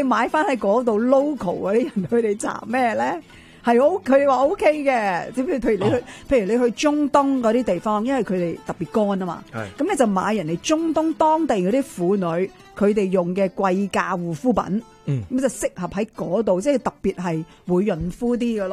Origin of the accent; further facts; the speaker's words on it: Canada; 我哋加拿大人